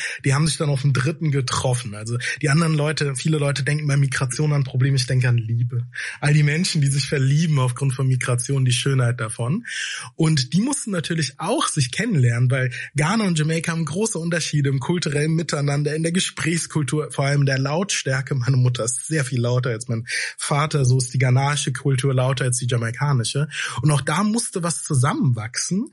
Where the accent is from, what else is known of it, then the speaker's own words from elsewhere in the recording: Mainz, Rhineland-Palatinate, Germany; born there; Weil ich bin ja in Mainz geboren.